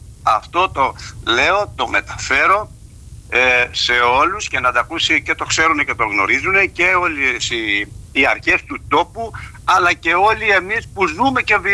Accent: Zakynthos, Ionian Islands, Greece; Είμαι Ζακυνθινός, είμαι πολίτης

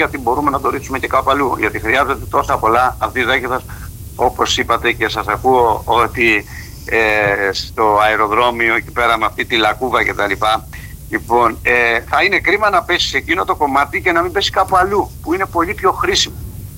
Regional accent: Zakynthos, Ionian Islands, Greece; Είμαι Ζακυνθινός, δεν είμαι Πλανήσιος μόνο. Είμαι Ζακυνθινός.

